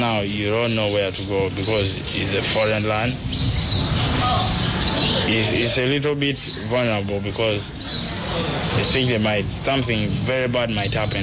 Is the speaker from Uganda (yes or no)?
yes; Uganda; From Uganda.